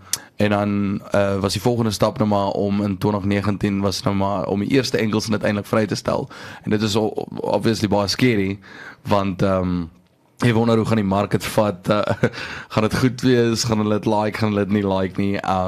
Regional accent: Secunda, Mpumalanga, South Africa; ek kom van Sekunda af en ek het my hele leven lang eindelijk al, het ek daar so geblei.

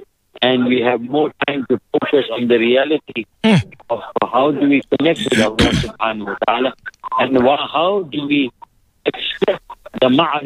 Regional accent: South Africa; South Africans, we have always grown up with Holiday in. So this feels like home to us.

